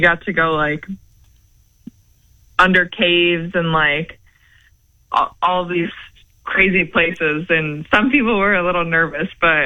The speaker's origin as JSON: {"language": "English", "town": "Chicago", "region": "Illinois", "country": "United States", "tie": "born or raised there", "said": "I grew up on the South Side going to some of those games"}